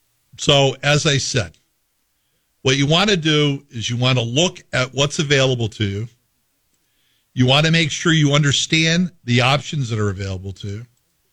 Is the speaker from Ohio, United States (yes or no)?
no; Schaghticoke, New York, United States; I'm a kid from Scaticook, New York.